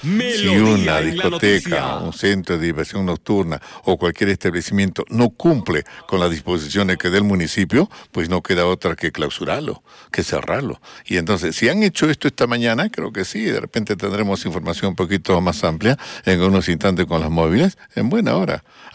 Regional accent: Arequipa, Peru; Porque somos arequipeños

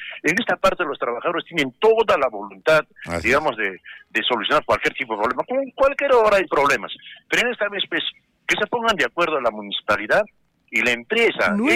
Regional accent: Arequipa, Peru; nos afecta a nosotros como arequipeños.

